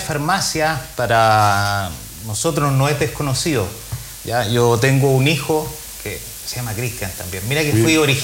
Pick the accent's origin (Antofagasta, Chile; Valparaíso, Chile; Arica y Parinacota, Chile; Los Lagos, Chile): Valparaíso, Chile; Putaendo; also born or lived in San Felipe; yo soy de Rinconada de Silva